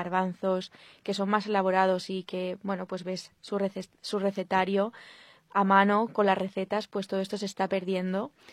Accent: Catalonia, Spain; now in Paraguay

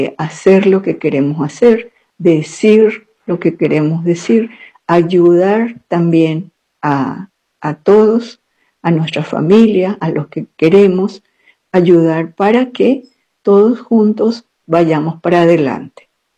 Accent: Paraguay; Y el otro elemento muy importante como paraguayos que tenemos no es solamente el miedo y la desconfianza, sino también las dos lenguas que tenemos. Somos bilingües, ¿verdad?

